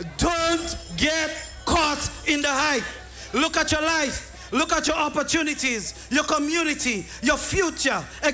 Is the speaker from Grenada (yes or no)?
yes; Chantimel, Grenada; I am from Chantimel, proudly so too.